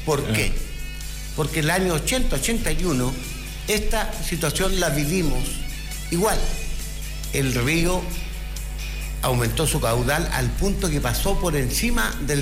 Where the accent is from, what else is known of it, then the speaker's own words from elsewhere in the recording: Angol, Araucanía, Chile; Todo el mundo que conocemos, que sabemos, que somos parte de Angol